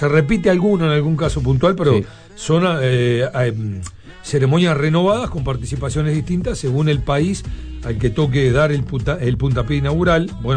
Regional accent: Uruguay; nosotros somos uruguayos menos mal.

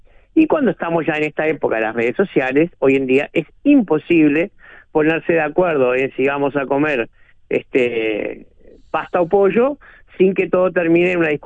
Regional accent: Uruguay

